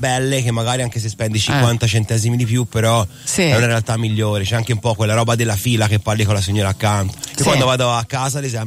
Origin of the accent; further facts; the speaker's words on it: Livorno, Tuscany, Italy; Sono di Livorno, abito davanti al mare